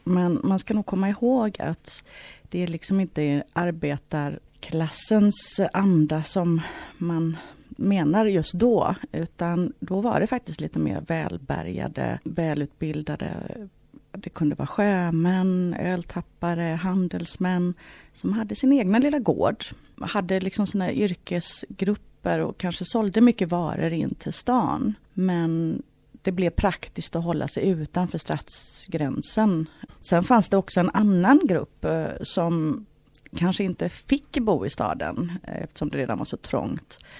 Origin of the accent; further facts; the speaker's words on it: Gothenburg, Västra Götaland County, Sweden; born there; Det började när jag flyttade hit redan 1976 med min ensamstående mamma.